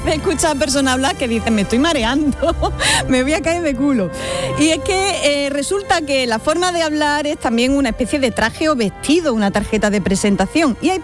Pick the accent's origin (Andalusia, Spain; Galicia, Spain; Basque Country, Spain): Andalusia, Spain; Jaén; las de Jaén, que es mi tierra